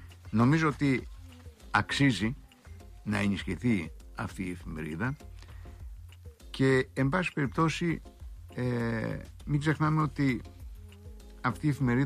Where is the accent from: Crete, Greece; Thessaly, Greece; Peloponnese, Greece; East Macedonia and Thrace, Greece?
Crete, Greece; born there; moved away; Το 2026, όταν εγώ ζούσα στο χωριό μου εκεί στα ορεινά της Κρήτης στο οροπέδιο.